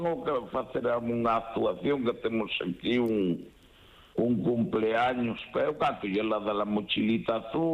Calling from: Vimianzo, Galicia, Spain; Les habla … de Verducido, de Vimianzo

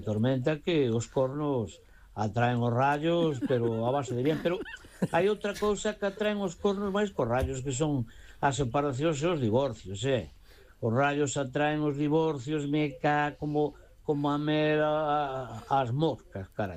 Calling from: A Coruña, Galicia, Spain; Boa noite … de Coruña.

